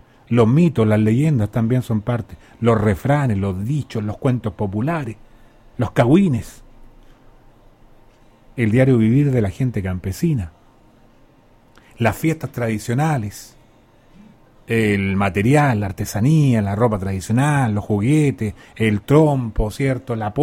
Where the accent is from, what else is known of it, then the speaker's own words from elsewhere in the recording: Chile; es lo que somos nosotros, en este caso como chilenos